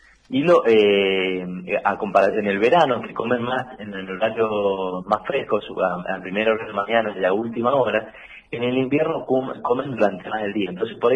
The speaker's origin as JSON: {"language": "Spanish", "town": "Real del Padre", "region": "Mendoza", "country": "Argentina", "said": "Yo soy de Real del Padre."}